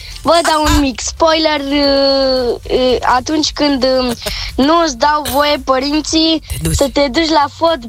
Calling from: Craiova, Dolj, Romania; din Craiova și am 9 ani

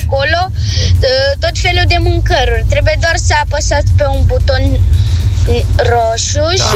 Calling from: Timișoara, Timiș County, Romania; din Timișoara.

